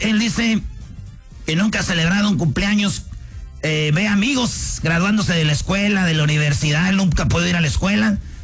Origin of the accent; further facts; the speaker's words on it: Mexico; Yo sé que yo soy americanista de corazón, pero primero soy mexicano.